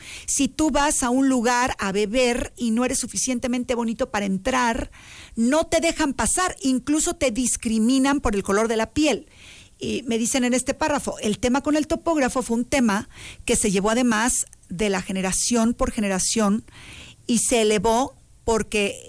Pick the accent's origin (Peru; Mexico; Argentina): Mexico; Si fuese al revés como mexicanos